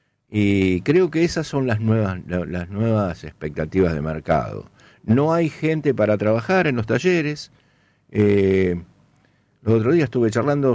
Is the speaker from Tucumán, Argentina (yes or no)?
no; Acebal, Santa Fe, Argentina; Nosotros bueno, somos de Acebala